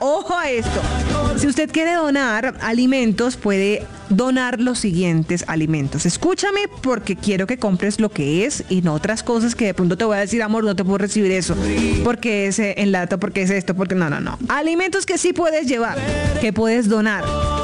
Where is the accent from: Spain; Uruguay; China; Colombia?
Colombia; Eso somos los colombianos. Eso es Colombia. Tierra humilde, sencilla y echada para adelante.